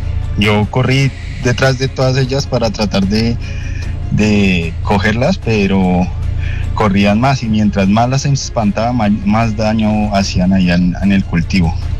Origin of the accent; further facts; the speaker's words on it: Neiva, Huila, Colombia; Pues mi confesión es, como yo crecí en Neiva, en una finca de la familia